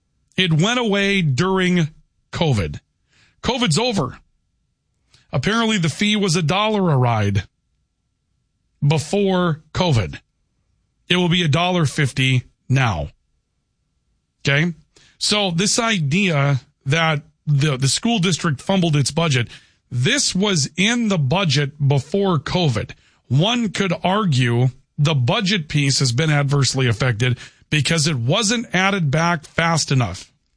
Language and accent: English; Minnesota, United States; But I tell you what, as a Minnesotan, I'd sure rather see a tax credit on a pet than $19 billion going over to Somalia.